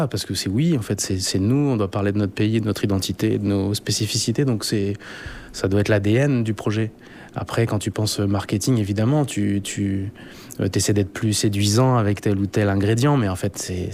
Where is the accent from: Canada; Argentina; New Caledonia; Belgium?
New Caledonia; en tant que calédonien